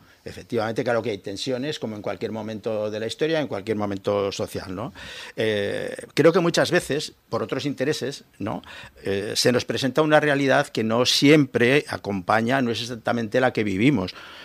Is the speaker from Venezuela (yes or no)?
no; Zaragoza, Aragon, Spain